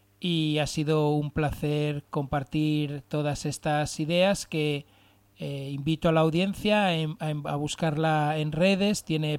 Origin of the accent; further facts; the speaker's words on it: Valencian Community, Spain; Ambos somos valencianos, mediterráneos.